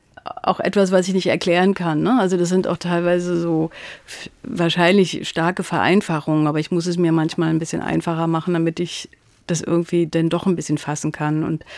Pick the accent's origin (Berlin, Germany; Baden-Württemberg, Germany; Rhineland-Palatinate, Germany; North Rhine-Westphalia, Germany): Berlin, Germany; also born or lived in Hamburg; also ich habe damals schon nicht mehr in Berlin gelebt, meine Heimatstadt